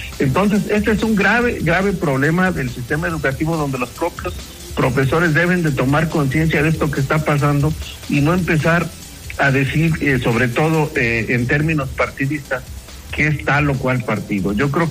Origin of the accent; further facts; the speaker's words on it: Mexico; como mexicanos y como mexicanos todos